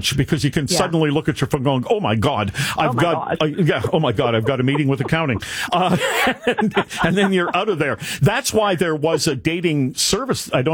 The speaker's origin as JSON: {"language": "English", "country": "Canada", "said": "Well, maybe, but I'm a Canadian."}